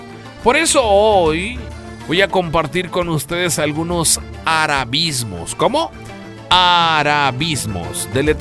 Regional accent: Mexico; Nosotros como mexicanos utilizamos muchas palabras.

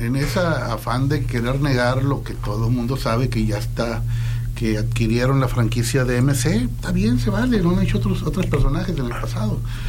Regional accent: Sonora, Mexico; Que le debo yo como sonorense, yo no le debo.

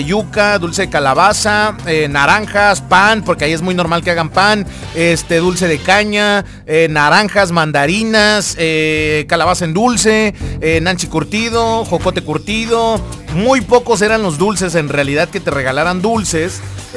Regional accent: Matamoros, Chiapas, Mexico; moved away; saludos a mi gente allá en Matamoros, Chiapas, México.

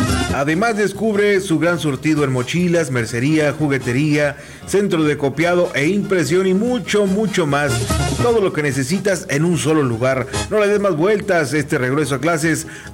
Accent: Mexico

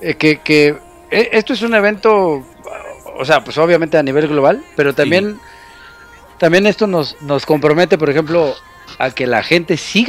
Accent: Mexico

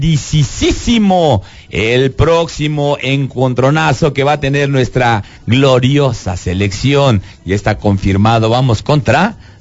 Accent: Mexico; soy pues mexicano.

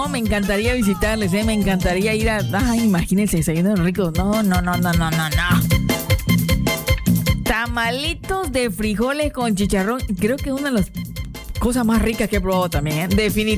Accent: Huasteca, Mexico; ¡Arriba la Huasteca, que es mi pueblo!

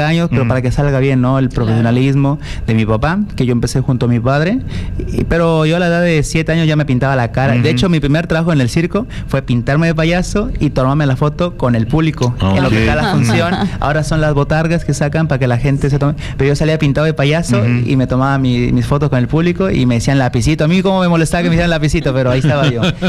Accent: Chile; es una gran responsabilidad también decir que soy chileno

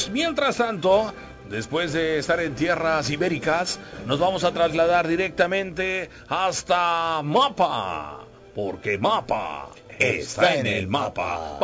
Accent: Chiapas, Mexico; que somos totalmente chiapanecos de corazón

